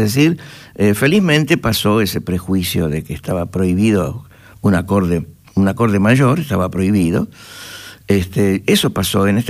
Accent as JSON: {"language": "Spanish", "country": "Argentina", "moved": "yes", "lives_now": "Portugal", "said": "Me fui a Portugal en 1976, como muchos argentinos, la gran diáspora"}